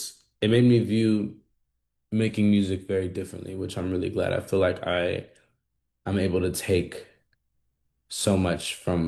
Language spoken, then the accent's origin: English; Florida, United States; My dialect, the music that I listened to growing up, there's so many sprinkles of my hometown in my music, for sure.